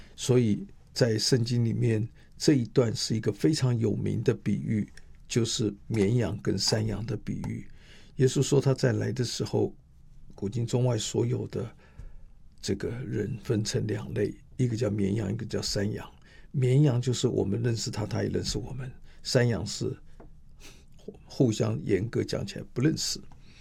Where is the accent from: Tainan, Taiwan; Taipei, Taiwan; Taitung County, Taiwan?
Taipei, Taiwan; moved away as an adult; also born or lived in Pingtung / Puli / Hengchun; 我常常说我是台北长大的小孩